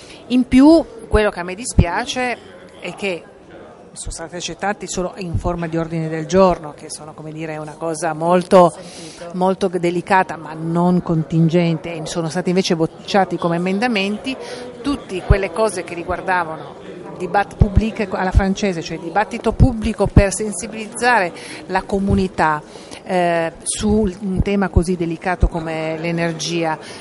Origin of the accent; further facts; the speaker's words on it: Piedmont, Italy; da piemontese posso dire